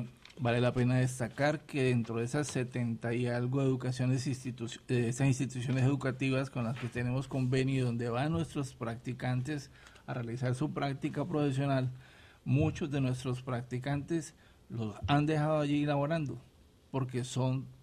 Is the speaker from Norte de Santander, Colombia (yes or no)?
yes; Norte de Santander, Colombia; yo vivía y pasé mi niñez en Ciudad Jardín y vivíamos ahí en Ciudad Jardín